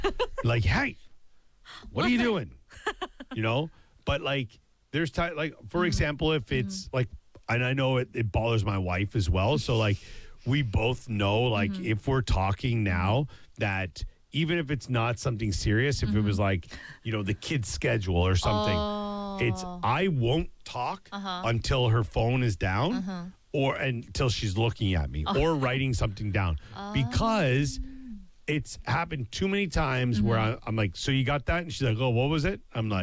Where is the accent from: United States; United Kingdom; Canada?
Canada; I think as a Canadian